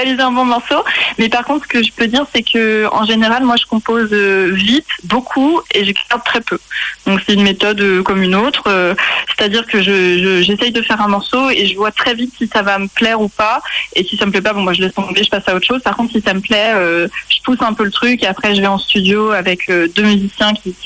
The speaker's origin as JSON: {"language": "French", "town": "Rouen", "region": "Normandy", "country": "France", "said": "je viens de Rouen, en Normandie."}